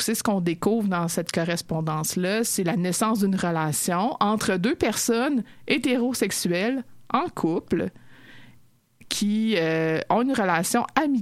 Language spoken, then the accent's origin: French; Montreal, Quebec, Canada; je viens de Montréal